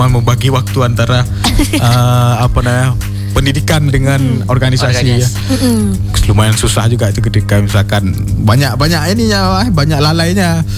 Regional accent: Aceh, Indonesia; Kalau contohnya kita Aceh ini kan identitasnya.

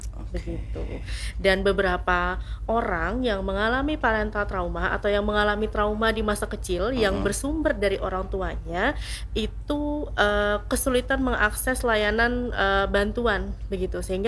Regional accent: South Kalimantan, Indonesia; ibaratnya kalau kita orang Banjar ngomongnya gitu ya

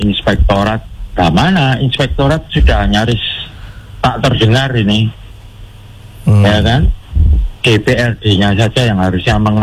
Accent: Sidoarjo, East Java, Indonesia; Ini saya ini kan dari Sidoarjo nih, Jawa Timur.

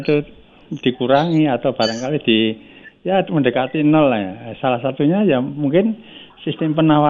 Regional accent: Java, Indonesia; Jadi kalau istilah saya itu sebagai orang Jawa ya, korupsi itu kan datangnya dari ada materinya, ada kesempatannya, kan?

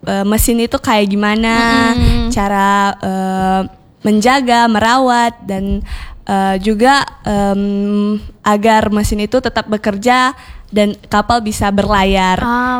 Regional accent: Nias, North Sumatra, Indonesia; moved away; Asal dari Nias Sumatera Utara

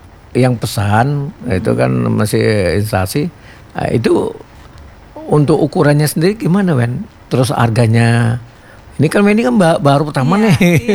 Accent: Java, Indonesia; Tapi kalau saya orang Jawa, yang tumpeng itu ada ingkungnya

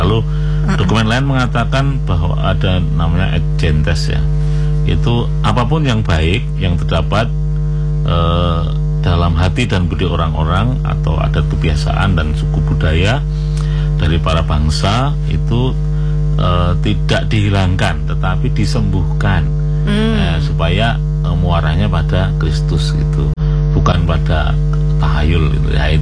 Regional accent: Special Region of Yogyakarta, Indonesia; dulu awal-awal saya asli dari Kanjuran ya.

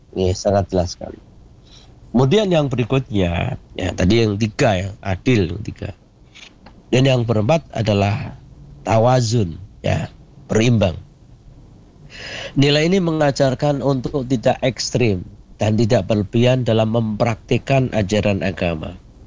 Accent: Indonesia; kita ini orang Islam, orang Indonesia yang beragama Islam.

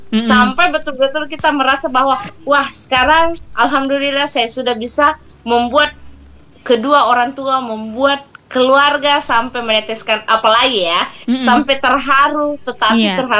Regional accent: South Sulawesi, Indonesia; Nah, tentu sebagai anak Sulawesi Selatan harus berbangga dong dengan kebudayaan kita, khususnya di seni.

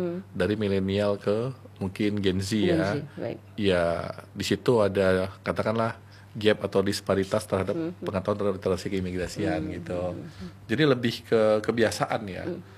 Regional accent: Medan, North Sumatra, Indonesia; moved away as an adult; now in Madura, Indonesia; Saya dari Medan.

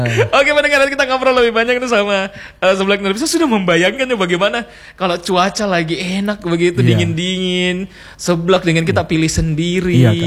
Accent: Sulawesi, Indonesia; Mungkin kurang cocok kalau untuk saya orang Sulawesi yang jarang saya rasa kencur.

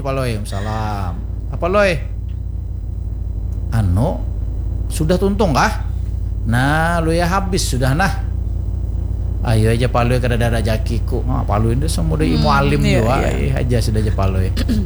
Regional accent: South Kalimantan, Indonesia; Artinya kita sebagai orang Banjar jangan Guang Gael.

